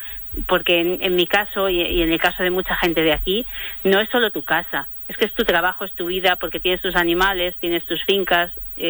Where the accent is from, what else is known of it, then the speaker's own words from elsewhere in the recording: Fariza, Castile and León, Spain; Fariza, mi pueblo es Fariza, sí.